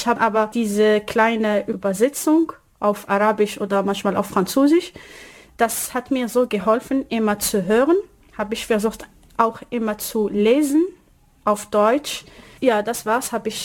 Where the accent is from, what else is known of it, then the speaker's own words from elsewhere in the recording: Morocco; German is a second language; moved away as an adult; now in Mannheim, Germany; ich komme aus Marokko.